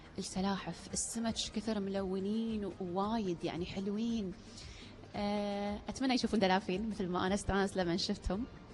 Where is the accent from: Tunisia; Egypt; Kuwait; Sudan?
Kuwait